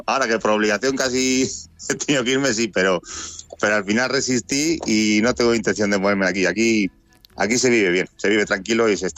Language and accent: Spanish; Iriepal, Castilla-La Mancha, Spain; moved away as an adult; yo me crié en Guadalajara.